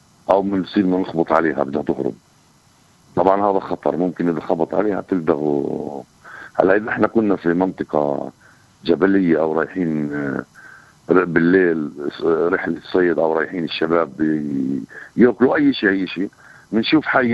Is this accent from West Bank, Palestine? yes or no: yes; West Bank, Palestine; عنا احنا هان نحكي في الضفة الغربية